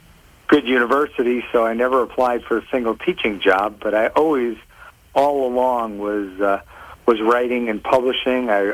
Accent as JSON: {"language": "English", "town": "Roslyn", "region": "New York", "country": "United States", "tie": "born or raised there", "also_born_or_lived": "Queens / Stamford", "lives_now": "Marblehead, United States", "said": "I was born in Queens, New York. Most of my life up through high school was spent in Roslyn, Long Island, Queens, New York, and Stamford, Connecticut, all within a couple of miles of the ocean."}